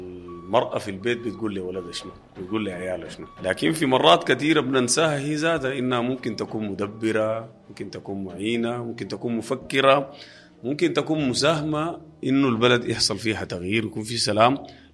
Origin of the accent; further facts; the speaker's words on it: Sudan; إحنا كسودانيين